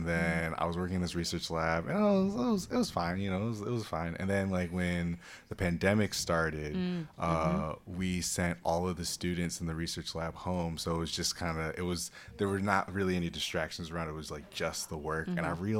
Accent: Brooklyn Park, Minnesota, United States; So I grew up in the Twin Cities, in Brooklyn Park, Minnesota. Went to school, high school at Osseo Senior High School.

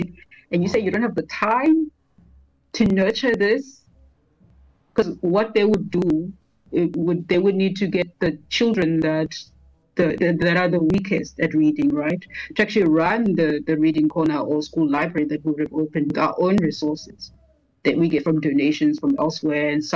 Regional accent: Western Cape, South Africa; But now, I grew up in the Western Cape. That is a much more, like, better province with more resources.

